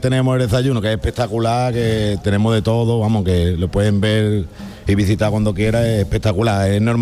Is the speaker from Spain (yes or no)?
yes; Espera, Andalusia, Spain; yo soy un pueblo de Cádiz, de Espera.